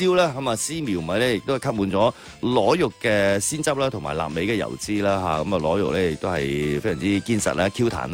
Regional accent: Guangdong, China; 我哋老广舌尖上嘅海味盛宴啦。

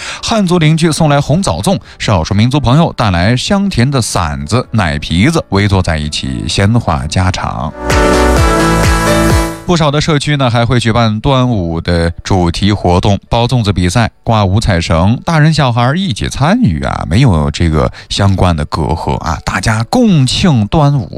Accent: Xinjiang, China

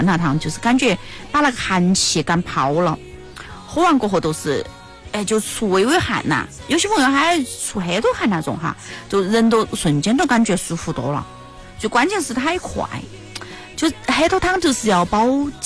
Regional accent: Jiangjin, Chongqing, China

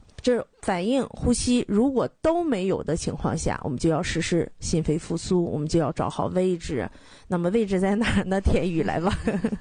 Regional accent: Dalian, Liaoning, China; accent: Dalian; 用咱们大连话叫心口窝了。

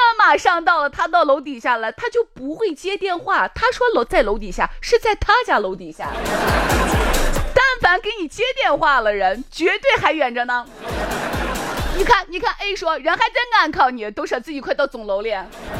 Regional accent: Shaanxi, China; 咱们陕西人

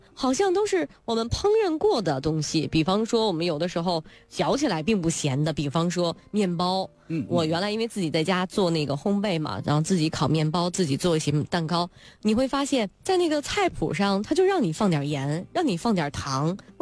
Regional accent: China; 我们其实中国人

